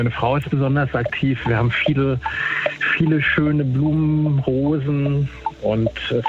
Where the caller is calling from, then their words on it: Schlangenbad, Hesse, Germany; Aus Schlangenbad, Georgenbaum